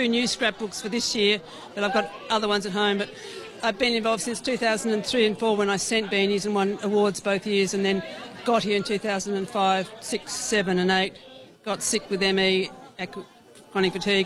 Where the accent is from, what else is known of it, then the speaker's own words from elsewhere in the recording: Melbourne, Victoria, Australia; now in Northern Rivers, Australia; Originally from Melbourne, but now I live in Northern Rivers.